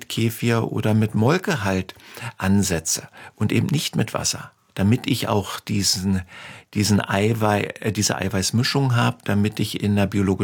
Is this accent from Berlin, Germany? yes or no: yes; Berlin, Germany; Ich komme ja nun aus Berlin, bei uns gibt's den Erbsbrei klassisch auch zum Eisbein.